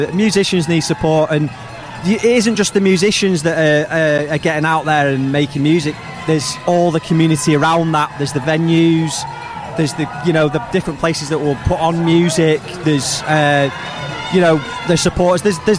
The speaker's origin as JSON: {"language": "English", "town": "Altrincham", "region": "North West England", "country": "United Kingdom", "tie": "born or raised there", "moved": "yes", "said": "I'm born and bred. Yeah, I was born in Altrincham."}